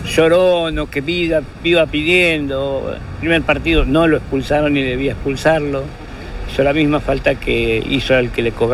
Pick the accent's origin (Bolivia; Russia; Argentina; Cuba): Argentina; Como argentino me da vergüenza.